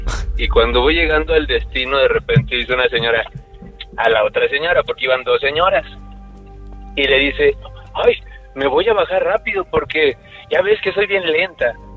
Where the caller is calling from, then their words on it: Guadalajara, Jalisco, Mexico; De Guanatos.